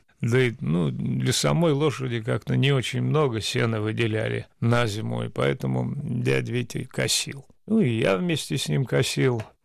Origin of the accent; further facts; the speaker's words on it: Saint Petersburg, Russia; Да, я жил в Ленинграде, родился в Ленинграде. Теперь это Санкт-Петербург. Но так как у меня в паспорте написано место рождения Ленинград, я все время говорю, что нет, я ленинградец, а не санкт-петербуржец.